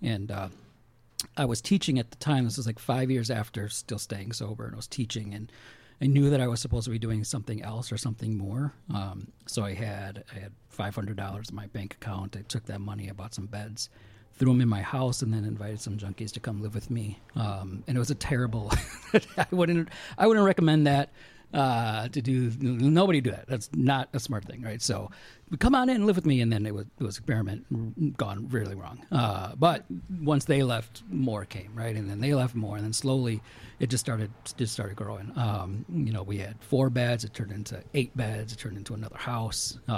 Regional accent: Chicago, Illinois, United States; So I'm from River West. My whole family's from River West. Grandparents when they moved here from Puerto Rico, and aunts, uncles, cousins, the whole thing, right? So I grew up

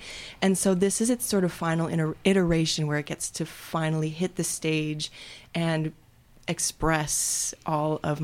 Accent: Door County, Wisconsin, United States; now in Milwaukee, United States; I am born and raised in Door County, but I've been living in Milwaukee and studying across the United States and traveling the world.

